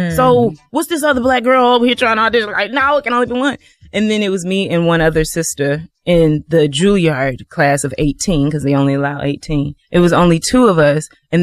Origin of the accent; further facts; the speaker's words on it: South Carolina, United States; she looked in the playbill and saw that I was from South Carolina and that I went to, she just did some research and found out I went to this governor's school in high school, right?